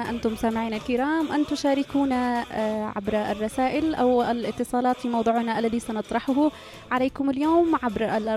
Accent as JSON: {"language": "Arabic", "country": "Yemen", "said": "بلادنا الحبيبة اليمن"}